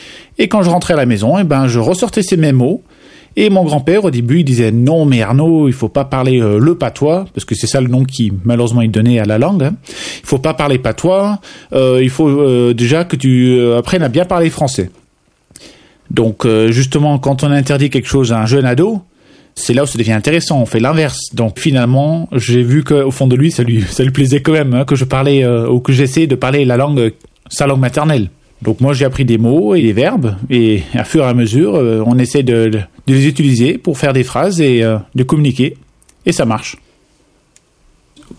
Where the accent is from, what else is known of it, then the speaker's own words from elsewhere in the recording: Netherlands; first language Dutch; French is a second language; now in Savoie, France; J'ai grandi aux Pays-Bas, étant donné que je suis né d'une mère savoyarde et un père hollandais. Bon, ça fait que j'ai grandi entre deux cultures.